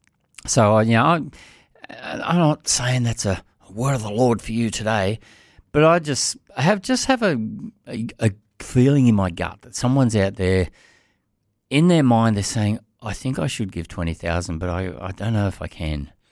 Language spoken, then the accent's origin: English; Sydney, New South Wales, Australia; moved away as an adult; now in Central Coast, Australia; I grew up in Western Sydney, like in the Bankstown sort of area, and we were married, and we were living in Chester Hill, and we'd been living in Chester Hill for about 10 years.